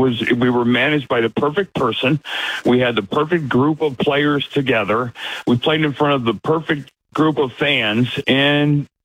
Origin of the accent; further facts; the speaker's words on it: Arizona, United States; moved away; also born or lived in Alaska; I was born in Alaska. I grew up in Arizona, so I was coming home.